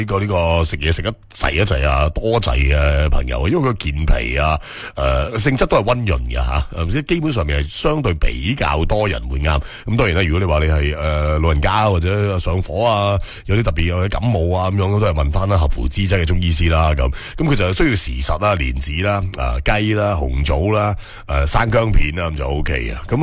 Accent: Guangdong, China; 我哋广东人有几多个唔识煲汤嘅

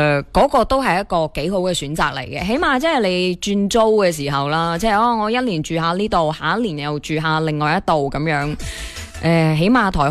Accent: Guangdong, China; 我哋广东人咧都好识得养生嘅

